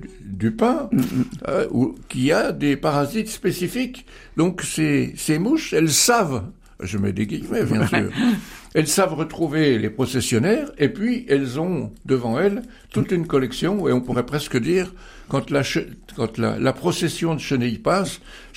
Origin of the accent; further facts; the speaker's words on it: France; chez nous, en France